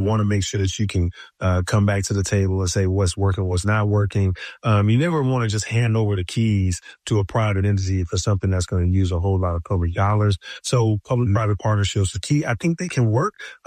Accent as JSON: {"language": "English", "town": "Atlanta", "region": "Georgia", "country": "United States", "tie": "born or raised there", "said": "I grew up in Atlanta."}